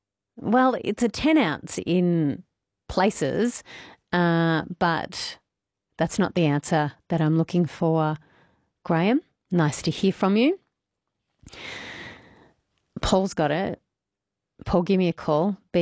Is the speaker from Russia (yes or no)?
no; Victoria, Australia; I grew up in Victoria.